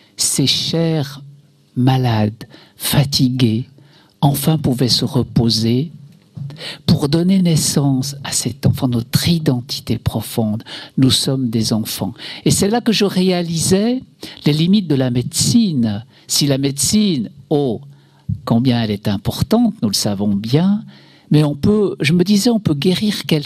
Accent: Switzerland; Chez nous en Suisse, c'est permis des associations comme Exit, qui assiste le suicide.

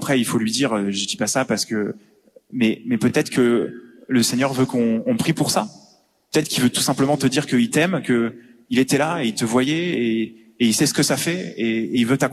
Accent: Montpellier, Occitanie, France; moved away

